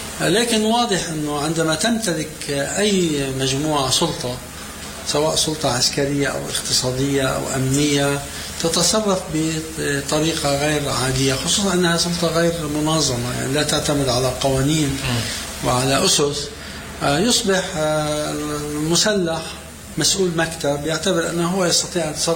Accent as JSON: {"language": "Arabic", "town": "Deir Qanoun En Nahr", "region": "South Governorate", "country": "Lebanon", "tie": "born or raised there", "said": "ونحن عشناه في بلدتنا في قرية دير قانون النهر،"}